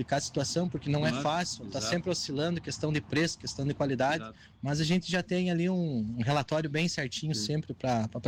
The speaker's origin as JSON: {"language": "Portuguese", "town": "Soledade", "region": "Rio Grande do Sul", "country": "Brazil", "tie": "born or raised there", "said": "Isso, faz 39 anos que eu sou de Soledade."}